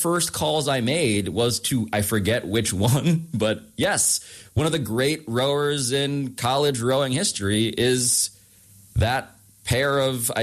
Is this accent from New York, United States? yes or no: yes; New York City, New York, United States; And first one in my family born in the United States, born and raised in New York City, parents from the Philippines, and my New York is that version of New York that I am ever nostalgic for.